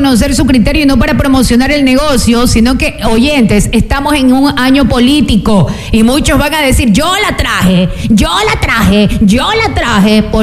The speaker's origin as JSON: {"language": "Spanish", "region": "Santa Elena", "country": "Ecuador", "said": "Así somos los ecuatorianos, somos los peninsulares."}